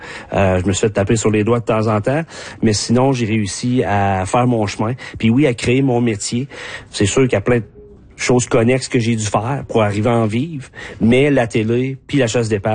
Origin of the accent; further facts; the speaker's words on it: Quebec, Canada; now in Rimouski, Canada; je suis natif de la Métis, puis j'habite à Rimouski.